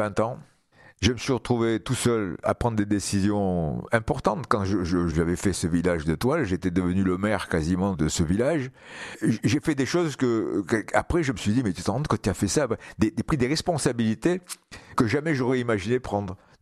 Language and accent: French; Algiers, Algiers Province, Algeria; C'est-à-dire que moi, j'étais d'Alger, donc je ne pouvais pas être affecté dans l'Algérois.